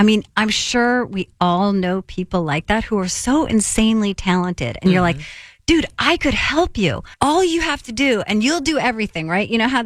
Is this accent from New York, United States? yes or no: yes; New York, United States; I grew up in Austin, New York during the time